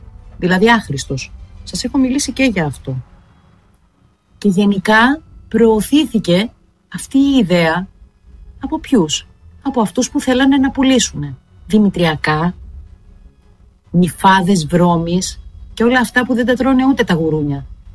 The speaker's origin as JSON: {"language": "Greek", "country": "Greece", "said": "καταντήσαμε εδώ που καταντήσαμε και σαν Έλληνες"}